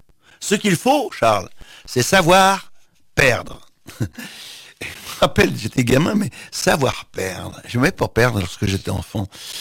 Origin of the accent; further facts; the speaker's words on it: Normandy, France; mon village natal à Biorel, au-dessus de Rouen.